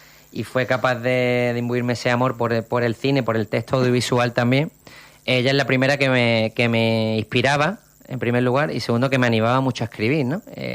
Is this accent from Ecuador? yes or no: no; Málaga, Andalusia, Spain; soy de Málaga